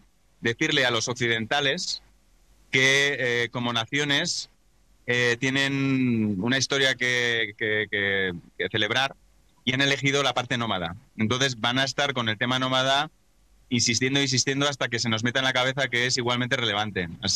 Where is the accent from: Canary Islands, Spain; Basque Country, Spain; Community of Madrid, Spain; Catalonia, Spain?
Community of Madrid, Spain; Madrid